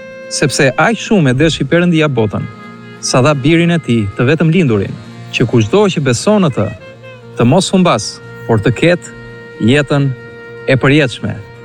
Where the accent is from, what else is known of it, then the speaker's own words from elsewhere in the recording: Albania; first language Albanian; Russian is a second language; moved away as an adult; now in Russia; я из Албании, но уже 5 лет живу здесь, на вашего великая и прекрасная страна Россия.